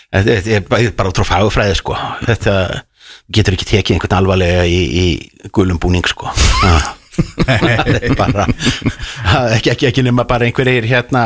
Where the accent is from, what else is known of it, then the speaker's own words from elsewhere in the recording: Reykjavík, Capital Region, Iceland; ég er náttúrulega miklu leiti ólst upp í Vesturbænum